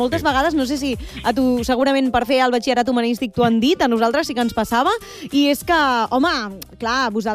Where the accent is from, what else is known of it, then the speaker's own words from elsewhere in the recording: Caldes de Montbui, Catalonia, Spain; Em sento del Vallès, jo em sento calderina, no em sento del Vallès.